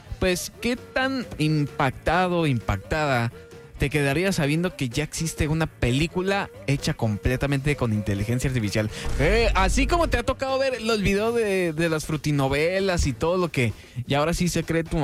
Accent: Honduras; Y uno como hondureño pues puede sentirse orgulloso de ahora sí que ver su país representado en una película animada

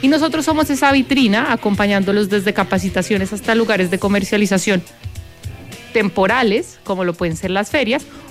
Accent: Bogotá, Colombia; accent: Colombian; moved away as an adult; now in Chile; Soy colombiana, de Bogotá. Llevo 4 años en Chile. Se me nota mucho, no lo pude neutralizar nada

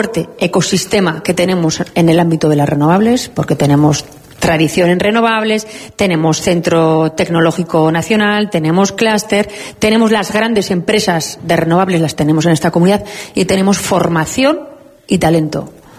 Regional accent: Navarre, Spain; los navarros somos plurales, diversos, navarros que se sienten vascos, navarros que se sienten del mundo, navarros que se sienten solo navarros

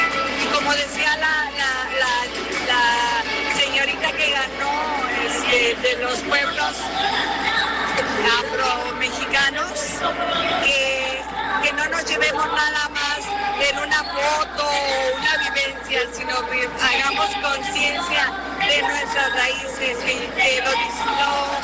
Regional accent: Tlaxcala, Mexico; Vengo del estado de Tlaxcala y llevo 17 años

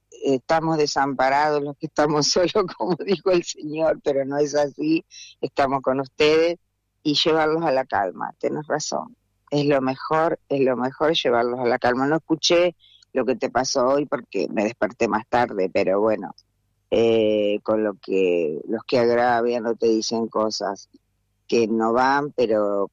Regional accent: Los Toldos, Buenos Aires Province, Argentina; born there; Así que bueno, mi ciudad es linda por elección, porque yo nací en Los Toldos.

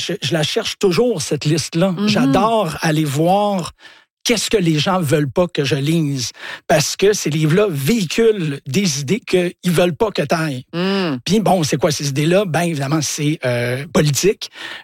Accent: Montreal, Quebec, Canada; Mon premier souvenir d'une librairie, c'est quand j'étais jeune, ici à Montréal, sur Sainte-Catherine, il y a une librairie qui s'appelait Argo

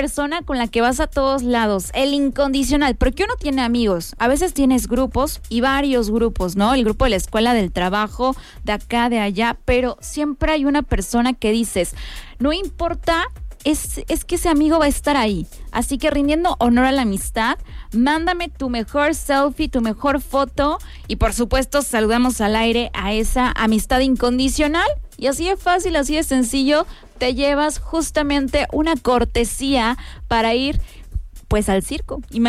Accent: Mexico; como buen mexicano, te pones a platicar con medio mundo.

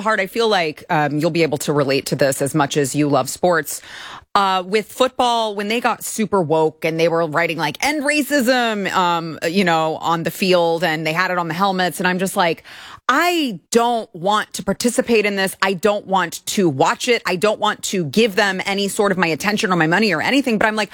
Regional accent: United States; I'm an American, damn it.

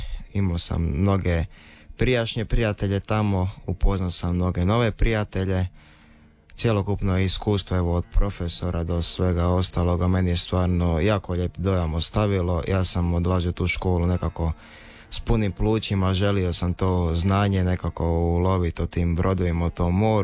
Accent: Šmrika, Primorje-Gorski Kotar County, Croatia; moj Nonić nas je odgojil na moru, na barkami, u jednoj lipoj uvalici, dali kod nas u Šmriki

